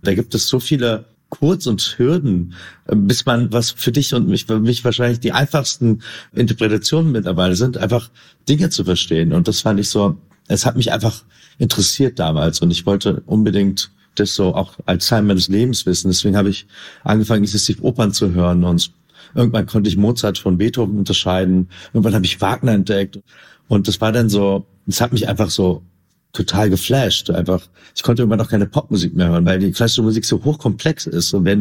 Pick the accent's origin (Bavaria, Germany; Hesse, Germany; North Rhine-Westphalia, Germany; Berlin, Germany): Berlin, Germany; Genau, eigentlich komme ich aus Kreuzberg. Also ich weiß nicht, es steht immer in der Presse Neukölln. Ich weiß, das hat sich irgendwann mal so verselbstständigt. Genau, aus der Zossener Straße, Bergmann geht's, aus dem guten Kreuzberg.